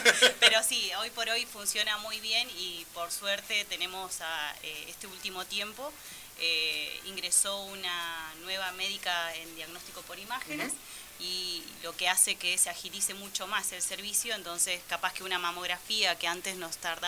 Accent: Chimpay, Río Negro, Argentina; de Valle Medio, nacida y criada.

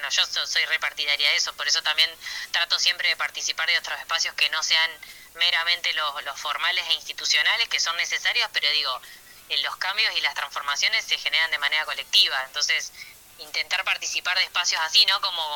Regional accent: General Conesa, Río Negro, Argentina; born there; also born or lived in Bahía Blanca; now in Choele Choel, Argentina; Sí, precioso mi pueblo.

